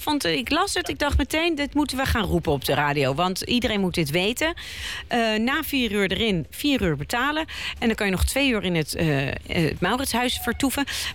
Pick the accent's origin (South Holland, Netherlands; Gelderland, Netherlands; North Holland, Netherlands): South Holland, Netherlands; The Hague; Ik ben niet zo'n Hagenaar die zegt: ik ben er eigenlijk nog nooit geweest.